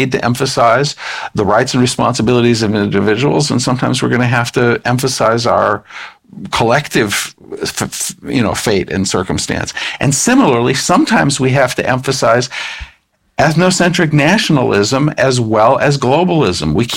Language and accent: English; United States; I'm an American